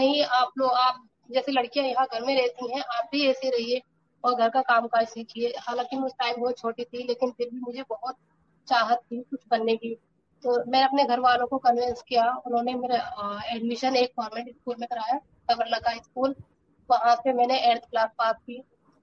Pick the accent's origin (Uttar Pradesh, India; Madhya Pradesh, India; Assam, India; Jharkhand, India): Uttar Pradesh, India; Rampur; और मैं रामपुर शहर के छोटे से मोहल्ले कलघर के रहने वाली हूँ।